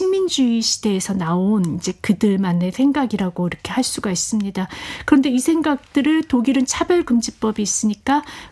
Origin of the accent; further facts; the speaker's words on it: South Korea; moved away as an adult; now in Germany; 다른 한국인 뭐 유학생 이주자들이 지하철이나 거리에서 공격을 당하는 사례들이 곧잘 이렇게 이제 나왔기 때문에 저도 밖에 나갈 때는 검은 머리를 보이지 않도록